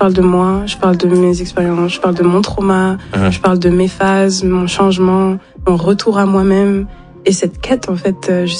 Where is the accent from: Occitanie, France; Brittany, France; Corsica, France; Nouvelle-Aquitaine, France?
Brittany, France; quand j'étais petite, j'ai grandi en Bretagne.